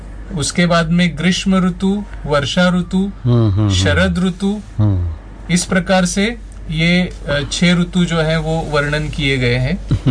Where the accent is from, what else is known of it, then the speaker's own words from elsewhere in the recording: Mumbai, Maharashtra, India; now in Ratlam, India; basically मैं मुंबई से हूँ लेकिन वर्तमान समय में मैं रतलाम में आयुर्वेद महाविद्यालय है